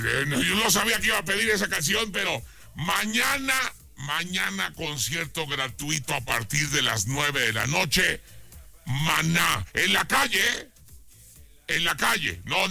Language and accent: Spanish; Guadalajara, Jalisco, Mexico; moved away; Estas canciones, obviamente, pues me recuerdan mucho a mi tierra, cabrón. Y a mi estado, Jalisco y Guadalajara.